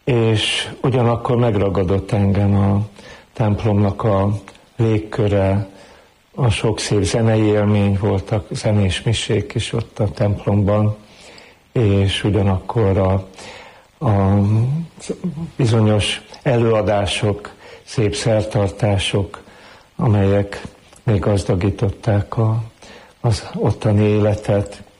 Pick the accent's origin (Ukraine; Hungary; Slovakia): Hungary; Zugló, Budapest; Gyermekkoromat Szuglóban éltem meg, 14 éves koromig, mert utána már bencés diák lettem Pannonhalmán, tehát elkerültem otthonról.